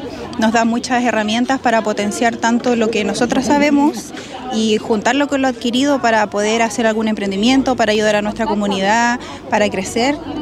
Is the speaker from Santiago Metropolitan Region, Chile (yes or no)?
no; La Serena, Coquimbo, Chile; también de La Serena.